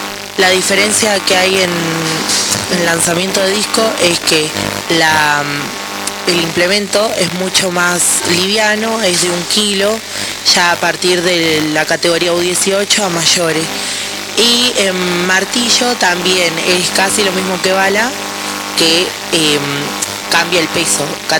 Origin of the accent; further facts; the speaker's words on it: Exaltación de la Cruz, Buenos Aires Province, Argentina; Cuando empecé a lanzar, bueno, espera, yo igual soy de Exaltación de la Cruz de los Cardales.